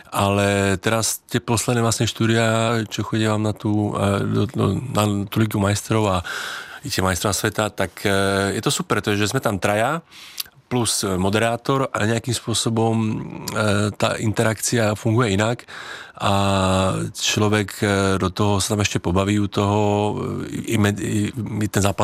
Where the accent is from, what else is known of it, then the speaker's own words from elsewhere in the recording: Košice, Košice Region, Slovakia; tak hovorím, no, akože odkiaľ si, alebo to hovorím, že ja som z Košíc, no tak to ani náhodou.